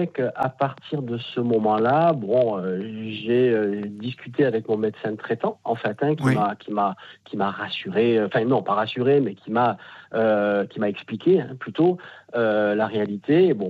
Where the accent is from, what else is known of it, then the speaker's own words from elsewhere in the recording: Marseille, Provence-Alpes-Côte d'Azur, France; Bon là je suis à Colmar en déplacement professionnel, mais effectivement je suis natif du sud de la France.